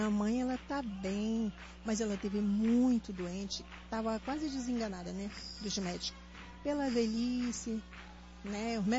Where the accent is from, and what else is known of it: Rio de Janeiro, Brazil